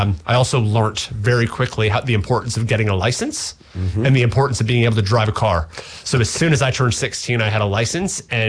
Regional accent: Barrie, Ontario, Canada; also born or lived in Toronto; living in Toronto. So it was about an hour and a half drive from my hometown of Barrie. And I was living in Toronto going to the Etobicoke School of the Arts, which was a performing arts school.

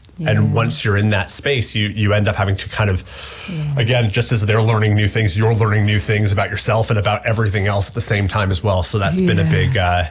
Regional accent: Canada; moved away as an adult; now in Taranaki, New Zealand; So I am originally from Canada. Always assume Canadian.

